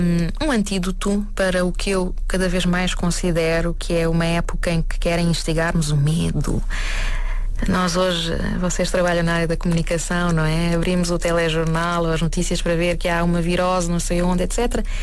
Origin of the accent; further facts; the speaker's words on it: Portugal; como portugueses, quer tenhamos origem africana ou não